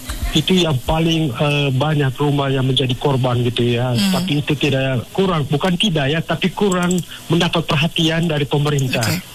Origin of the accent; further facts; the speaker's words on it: Manggarai, East Nusa Tenggara, Indonesia; now in Jakarta, Indonesia; saya kan orang Manggarai juga, tapi lama di Jakarta